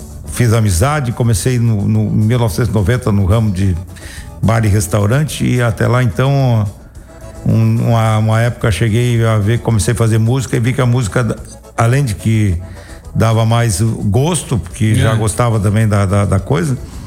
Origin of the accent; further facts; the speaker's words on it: São Luiz Gonzaga, Rio Grande do Sul, Brazil; also born or lived in Santa Maria / Ijuí; now in Araranguá, Brazil; comecei a trabalhar em rádio em Ijuí, porque eu sou natural de São Luís Gonzaga.